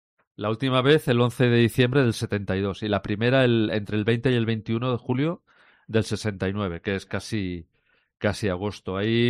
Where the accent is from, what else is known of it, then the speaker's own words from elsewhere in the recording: Catalonia, Spain; Soy catalán y si es gratis, más por buenos eso, todavía.